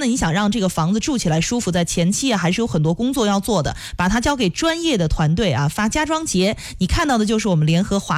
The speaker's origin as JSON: {"language": "Chinese", "region": "Henan", "country": "China", "said": "你看还心系着我们的家乡，说希望咱们这边天气不要那么大的雨"}